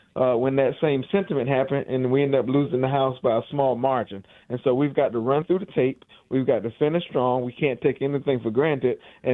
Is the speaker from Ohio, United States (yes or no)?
no; South Carolina, United States; and then in my home state of South Carolina.